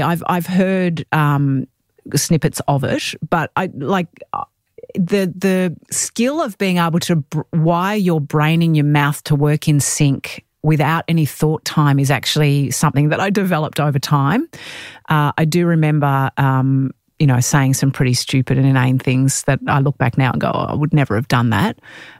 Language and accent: English; Melbourne, Victoria, Australia; I was from Melbourne and I did Annie the Dummy CPR and treading water with my clothes on.